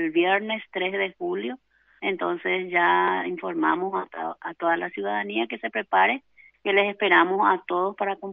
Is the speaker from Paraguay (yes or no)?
yes; Paraguay; nuestras costumbres, nuestro folclore, nuestra identidad como paraguayos.